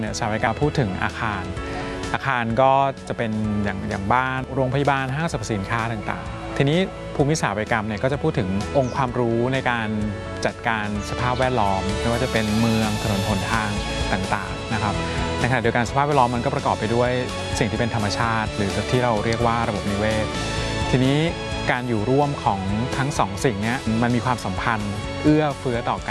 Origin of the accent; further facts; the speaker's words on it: Bangkok, Thailand; ผมก็เป็นคนที่ชอบวาดรูปแต่เด็กเราเองก็เติบโตในเมืองในกรุงเทพที่มันมีปัญหาอยู่เยอะเจอน้ำท่วมเดินลุยน้ำรถติดไปเรียน2ชั่วโมง